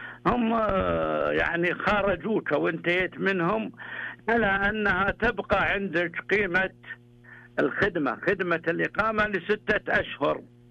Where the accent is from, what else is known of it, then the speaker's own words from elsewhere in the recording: Najd, Saudi Arabia; عندنا في نجد